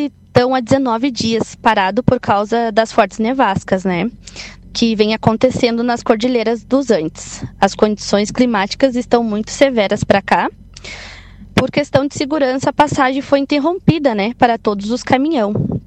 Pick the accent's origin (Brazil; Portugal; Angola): Brazil; Vacaria, Rio Grande do Sul; motorista da Transportes Marvel. Eu sou de Vacaria, Rio Grande do Sul. Moro no bairro Imperial.